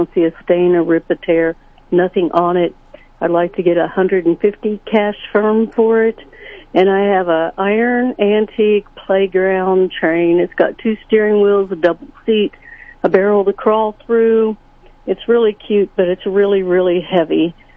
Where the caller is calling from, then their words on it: Sedalia, Missouri, United States; I'm calling from Sedalia, Missouri